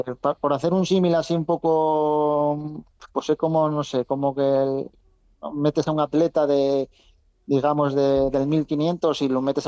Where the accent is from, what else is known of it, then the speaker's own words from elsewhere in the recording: Ribadesella, Asturias, Spain; yo soy de Ribadesella y entreno en Ribadesella